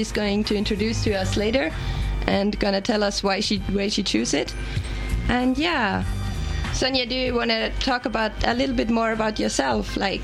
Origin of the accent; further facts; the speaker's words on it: Austria; I'm from Austria, I'm 22 years old, and I'm studying journalism and history.